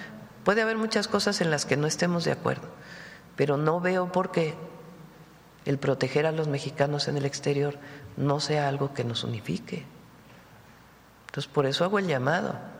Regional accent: Mexico; pero tampoco puede uno, como gobierno y como mexicanas y mexicanos, decir no vayamos a decir nada

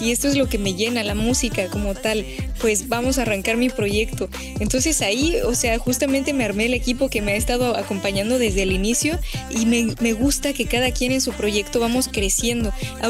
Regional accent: Mexico City, Mexico; Yo soy de la Ciudad de México

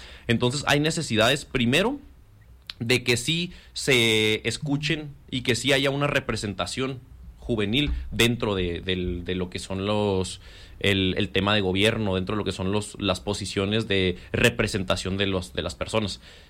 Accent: Vicente Guerrero, Chihuahua, Mexico; Guerrero, que yo soy de Guerrero, originario de ahí.

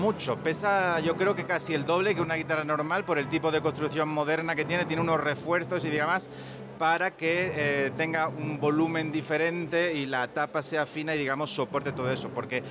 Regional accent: Andalusia, Spain; Mi tierra en Andalucía

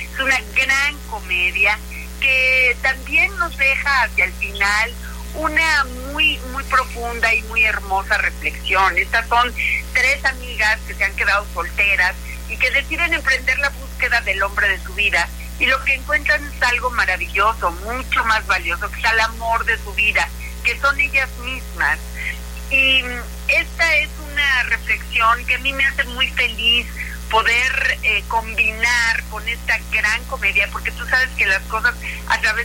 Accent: Acapulco, Guerrero, Mexico; Yo crecí en Acapulco. Para mí Guerrero es mi tierra.

